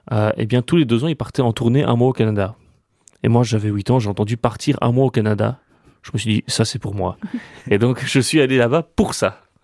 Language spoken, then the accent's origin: French; Brussels, Belgium; moi je suis bruxellois